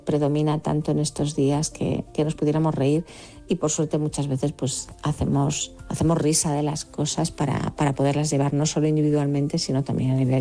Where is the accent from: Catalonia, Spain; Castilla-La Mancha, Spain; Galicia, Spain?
Galicia, Spain